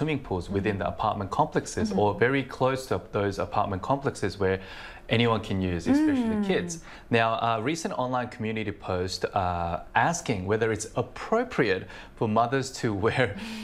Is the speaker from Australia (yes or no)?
yes; Australia; I understand both sides coming from right. growing up in Australia